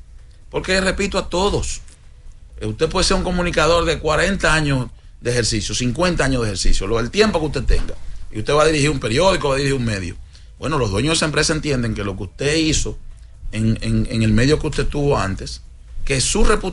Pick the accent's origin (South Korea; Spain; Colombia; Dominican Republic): Dominican Republic; Santo Domingo, Distrito Nacional; mi hermano Sandy, nos criamos en Capotillo los dos